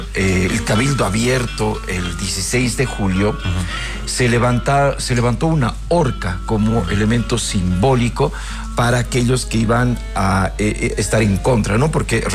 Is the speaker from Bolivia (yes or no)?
yes; Oruro, Bolivia; Yo soy de Oruro, ¿no? Vivo en Oruro.